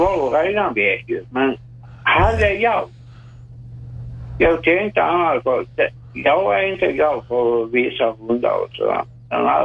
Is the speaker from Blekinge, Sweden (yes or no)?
no; Malmö, Skåne, Sweden; Jag bor i Malmö. Jag är uppväxt i Malmö.